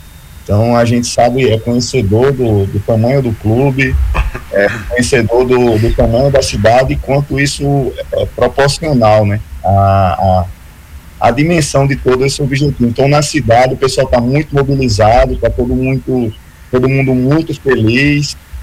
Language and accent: Portuguese; Natal, Rio Grande do Norte, Brazil; now in Uberlândia, Brazil; Assim, eu sou natural de Natal, né? E já estou no futebol tem alguns anos. E aqui no futebol mineiro já estou há 6 anos, né?